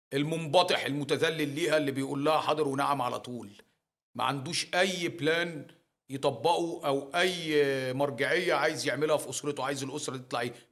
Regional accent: Egypt; أنا مواطن مصري

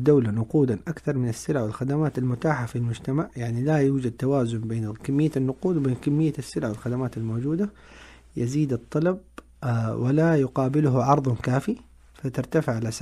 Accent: Saudi Arabia; عندنا في السعودية

